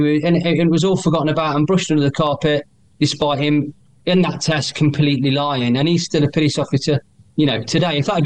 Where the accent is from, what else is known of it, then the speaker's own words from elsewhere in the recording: Nottingham, East Midlands, United Kingdom; I'm from Nottingham.